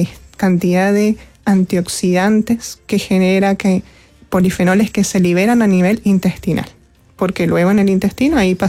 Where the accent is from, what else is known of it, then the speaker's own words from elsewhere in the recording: Mendoza, Argentina; Mira, yo justamente soy de Mendoza, entonces Mendoza no, nada de esto, así que fue nuevo.